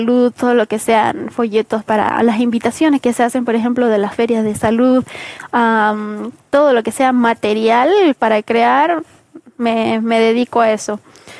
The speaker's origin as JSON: {"language": "Spanish", "country": "Chile", "moved": "as an adult", "lives_now": "Bolivia", "said": "no soy de Bolivia, soy de Chile. Gracias a Dios ya llevamos a ver casi 4 años aquí en Bolivia, entre ir y venir de mi país."}